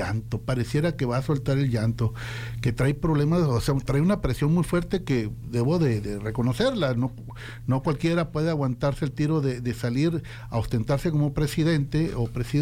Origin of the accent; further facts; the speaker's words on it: Sinaloa, Mexico; Para mí, de Sinaloa, para mí hay pedido en el ejido, como dicen por mi tierra